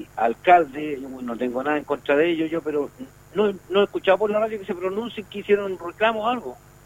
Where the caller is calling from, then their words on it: Coronel, Biobío, Chile; como estamos en Coronel.